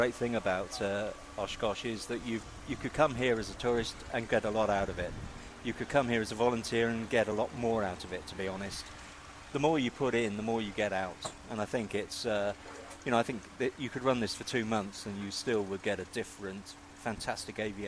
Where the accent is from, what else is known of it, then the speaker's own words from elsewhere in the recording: England, United Kingdom; now in Salisbury, United Kingdom; Yeah, I'm from England. I live near a little city called Salisbury. And for those that don't know where that is, it's right next to Stonehenge.